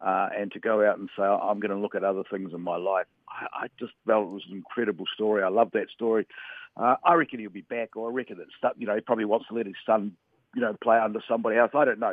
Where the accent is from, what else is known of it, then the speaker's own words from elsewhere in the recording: Samoa; moved away; because of my Samoan background. I grew up in Western Samoa, so that background for me has always been an important part of my life.